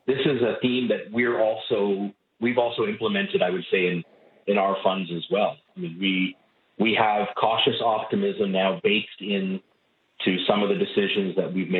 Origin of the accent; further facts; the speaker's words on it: Edmonton, Alberta, Canada; I'm actually originally from Edmonton